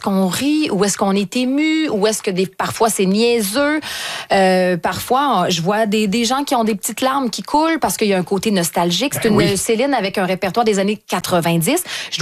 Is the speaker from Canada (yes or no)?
yes; Quebec, Canada; accent: Québécois; Mais j'ai un fort accent québécois